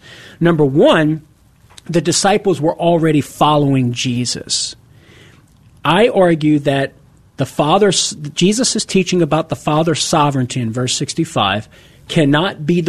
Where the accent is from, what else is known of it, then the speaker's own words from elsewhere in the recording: Louisiana, United States; accent: Southern Louisiana; So when I try to man … from Southern Louisiana, and I try to talk into it with my accent.